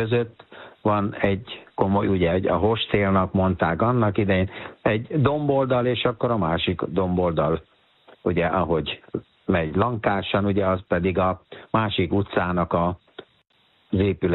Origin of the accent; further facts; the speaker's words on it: Pécs, Baranya, Hungary; born there; also born or lived in Nagypall; A szüleim 1955-ben beköltöztek Pécsre, mivel hogy édesapám akkor az katonatiszt volt, és hát ugye én akkor egy éves voltam